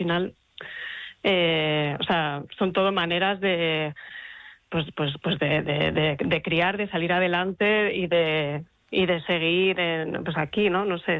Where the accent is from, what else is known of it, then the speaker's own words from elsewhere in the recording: Gijón, Asturias, Spain; yo soy de provincias, yo soy de Gijón además